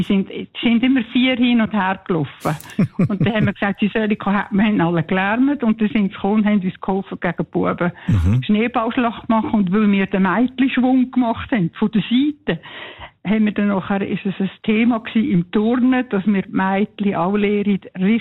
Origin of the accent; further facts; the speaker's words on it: Lucerne, Switzerland; now in Emmetten, Switzerland; ich bin in Luzern aufgewachsen und bin im Meinhof-Schulhaus in der Schule.